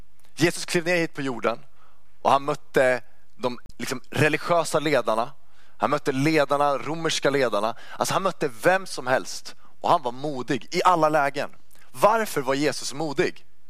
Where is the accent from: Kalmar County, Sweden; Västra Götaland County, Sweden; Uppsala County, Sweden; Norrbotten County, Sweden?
Uppsala County, Sweden; Uppsala; also born or lived in Stockholm; där jag kommer från, Uppsala.